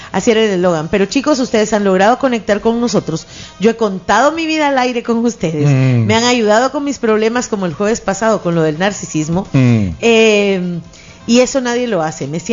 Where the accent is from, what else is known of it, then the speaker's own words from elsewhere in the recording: Guatemala; Pero no es que seamos típicos chapines, ajá.